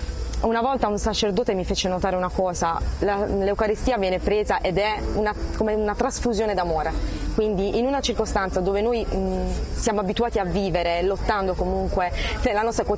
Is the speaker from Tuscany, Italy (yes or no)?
no; Bari, Apulia, Italy; vengo da Bari, dall'Italia.